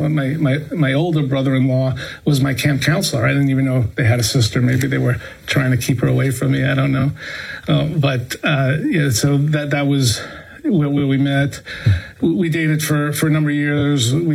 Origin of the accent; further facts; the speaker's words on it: Brooklyn, New York, United States; where I grew up in Brooklyn, I grew up in a neighborhood that was 99% Jewish, right?